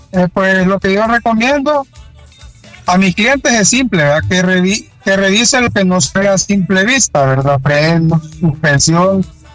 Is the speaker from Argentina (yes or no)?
no; El Salvador